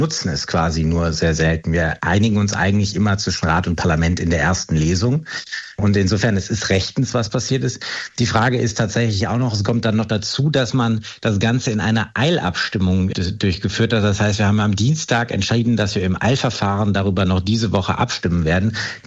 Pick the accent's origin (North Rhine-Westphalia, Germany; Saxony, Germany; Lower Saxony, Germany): North Rhine-Westphalia, Germany; Ich komme aus Nordrhein-Westfalen